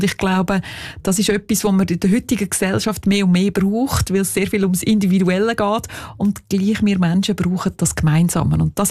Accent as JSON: {"language": "German", "town": "Einsiedeln", "region": "Schwyz", "country": "Switzerland", "tie": "born or raised there", "said": "Ja, ich bin zwar in Einsiedeln aufgewachsen, habe Appenzeller Wurzeln durch meinen Vater"}